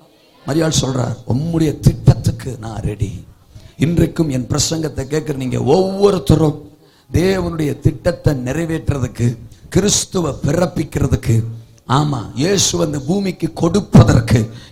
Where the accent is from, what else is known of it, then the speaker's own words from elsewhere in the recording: Mayiladuthurai, Tamil Nadu, India; நான் மாயவரத்துக்காரன்